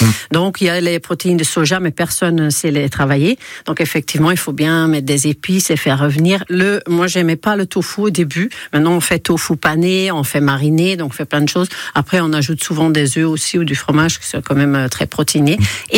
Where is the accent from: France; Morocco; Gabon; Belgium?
Belgium; moved away; je suis belge